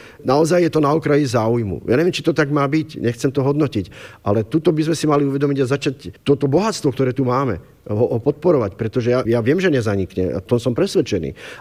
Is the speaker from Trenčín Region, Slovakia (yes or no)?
yes; Partizánske, Trenčín Region, Slovakia; u nás v Partizanskom